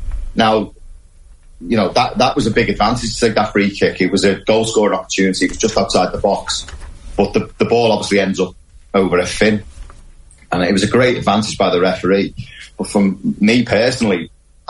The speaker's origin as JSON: {"language": "English", "town": "Wirral", "region": "North West England", "country": "United Kingdom", "tie": "born or raised there", "said": "Yeah, I mean, I'm from the Wirral. You know, I was born there, and I was never really a golf nut."}